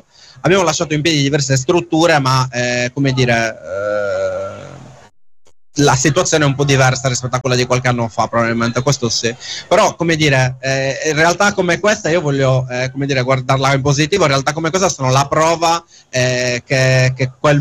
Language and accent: Italian; Cagliari, Sardinia, Italy; accent: Cagliaritano; il nostro accento cagliaritano ci tradisce.